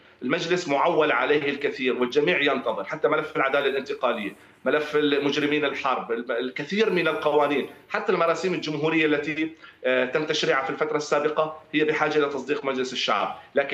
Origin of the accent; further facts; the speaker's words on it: Syria; نحن كسوريين اليوم فرحين بما شاهدنا،